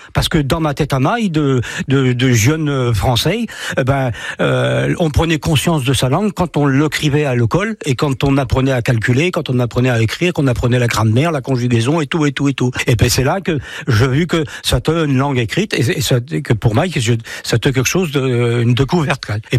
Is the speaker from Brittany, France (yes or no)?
yes; Rennes, Brittany, France; Maï, je suis Rennais d'origine. Je m'appelle de Rennes. Je suis né à Rennes. J'habite à Rennes.